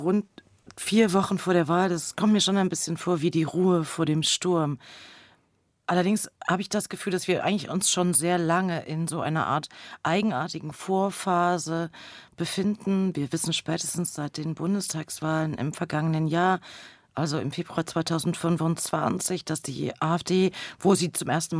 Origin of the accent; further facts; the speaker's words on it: Leipzig, Saxony, Germany; Ich komme aus Leipzig, war 89 mit meiner Mutter auf der Straße.